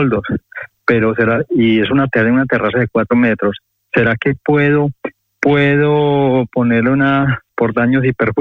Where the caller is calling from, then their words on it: Madrid, Community of Madrid, Spain; Llamo aquí de Madrid.